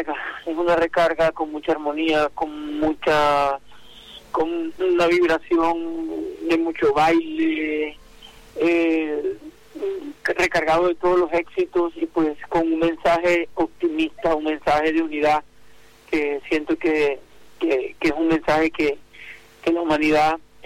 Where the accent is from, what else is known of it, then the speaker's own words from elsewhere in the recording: Urumita, La Guajira, Colombia; now in Miami, United States; Mi pueblo es un pueblo rico, lleno de músicos, no solamente de familia, sino en cualquier casa tocan acordeón, en cualquier casa tocan guitarra, cantan, en fin. Urumita es un pueblo muy, muy musical.